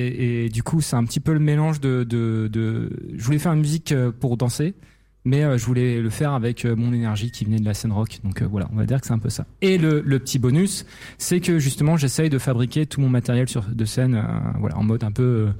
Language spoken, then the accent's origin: French; Hauts-de-France, France; moved away as an adult; now in Paris region, France; j'ai dû déménager en région parisienne récemment. Donc, je ne suis pas très fier, mais je reste fidèle à mes racines du Nord.